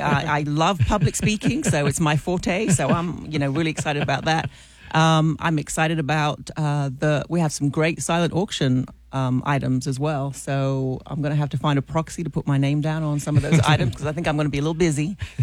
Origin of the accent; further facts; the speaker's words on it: London, United Kingdom; moved away as an adult; now in Arkansas, United States; So, I mean, I'm a transplant to Arkansas. I'm from London originally, if you couldn't tell.